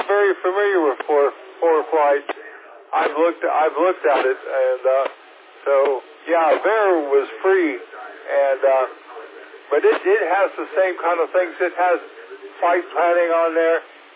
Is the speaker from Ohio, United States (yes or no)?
yes; Phillipsburg, Ohio, United States; now in Texas, United States; a little airport I grew up near in Phillipsburg, Ohio.